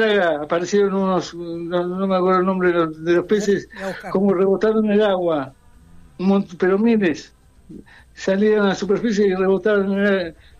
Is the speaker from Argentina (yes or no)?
yes; Argentina; Yo soy argentino